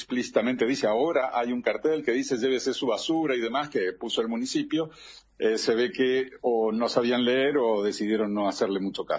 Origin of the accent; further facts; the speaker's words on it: Buenos Aires, Argentina; moved away as an adult; also born or lived in Cobunco (south of Argentina); now in San Francisco, San Luis, Argentina; muy chiquito que se llama Cobunco, de 200 habitantes. Pero viví casi toda mi vida en Buenos Aires, salvo algún pequeño periodo en el exterior, casi toda mi vida en la ciudad de Buenos Aires.